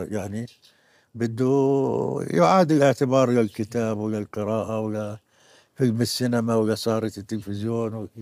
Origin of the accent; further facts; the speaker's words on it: Palestine; فإحنا اثنين يعني عرفوا إنه إحنا فلسطينيين.